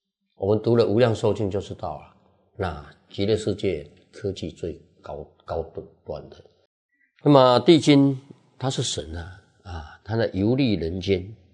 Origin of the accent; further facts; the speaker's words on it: China; 在我们中国人传统观念呢、啊，就是不孝有三，无后为大啊